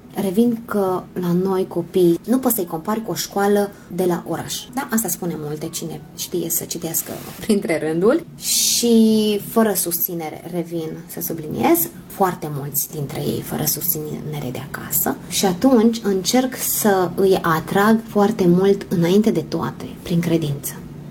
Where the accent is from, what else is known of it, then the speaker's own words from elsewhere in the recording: Romania; now in Hungary; eu sunt româncă, dar nu știu bine ungurește.